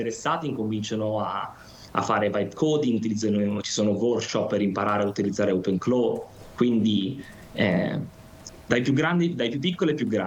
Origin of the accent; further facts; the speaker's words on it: Lombardy, Italy; moved away as an adult; also born or lived in Imperia, Liguria; now in China; io sono di Oneglia, nonostante sia per loro difficile capire, però io dico sempre sono di Imperia, quindi nonostante sia cresciuto in Lombardia, il mio legame con la Liguria rimane sempre fortissimo.